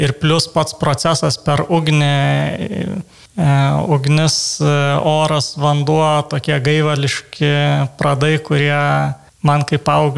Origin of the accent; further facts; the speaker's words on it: Vilnius, Vilnius County, Lithuania; Taip, tai aš pats esu vilnietis, bet taip gavosi, kad išvažiavau studijuoti Kauną